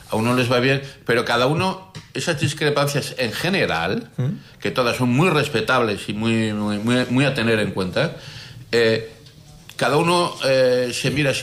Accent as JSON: {"language": "Spanish", "town": "Pamplona", "region": "Navarre", "country": "Spain", "said": "Yo soy de Pamplona y Ricard Ares jugó en Pamplona."}